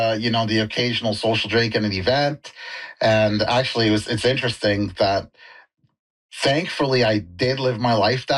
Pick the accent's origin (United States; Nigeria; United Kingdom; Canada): Canada; Maple Ridge, British Columbia